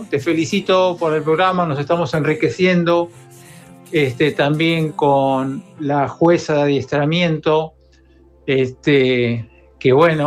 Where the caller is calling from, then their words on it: Mar del Plata, Buenos Aires Province, Argentina; Hablemos de Caballo desde Mar del Plata